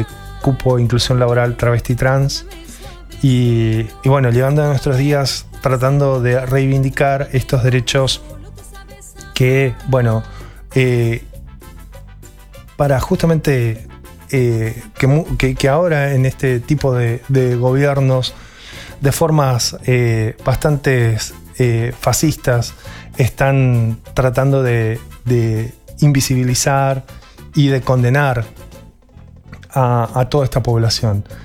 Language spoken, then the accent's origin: Spanish; Argentina